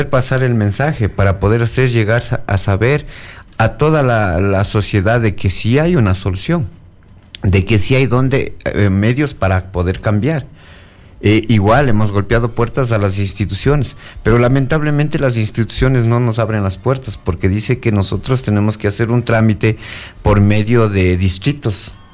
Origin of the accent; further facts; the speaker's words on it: Bolívar, Ecuador; yo soy de la provincia de Bolívar, donde fabrican el pájaro azul.